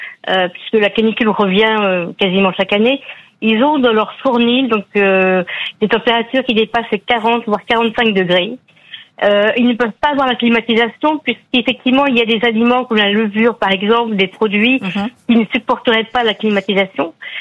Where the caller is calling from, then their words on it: Louvres, Île-de-France, France; Alors, d'une ville qui s'appelle Louvre.